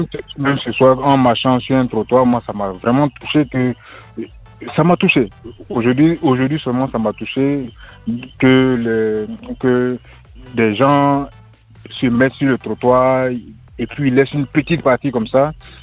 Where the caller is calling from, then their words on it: Abidjan, Côte d’Ivoire; Là, j'appelle de Faya.